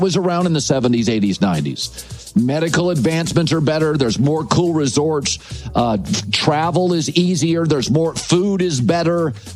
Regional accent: West Coast, United States; I grew up in the West Coast. So I grew up as a Pac-12 fan.

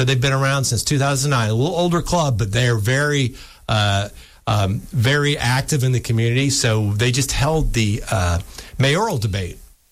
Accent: Florida, United States; I grew up in Florida.

